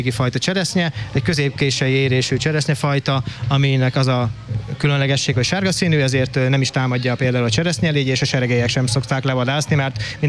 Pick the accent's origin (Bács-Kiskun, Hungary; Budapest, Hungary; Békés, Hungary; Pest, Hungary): Békés, Hungary; Szeghalom; born there; now in Jászboldogháza, Hungary; hiszen én nem jászboldogházi születésű vagyok, hanem Szeghalmi Békés megyei